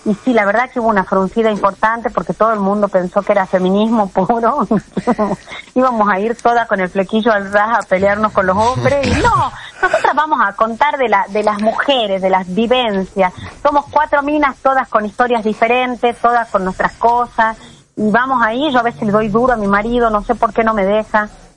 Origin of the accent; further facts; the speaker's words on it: Campo Quijano, Salta, Argentina; now in Tucumán, Argentina; Yo soy muy salteña, soy campo quijano